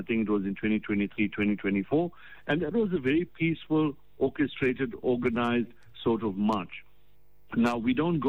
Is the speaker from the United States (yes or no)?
no; South Africa; We are all South African citizens who live in this country.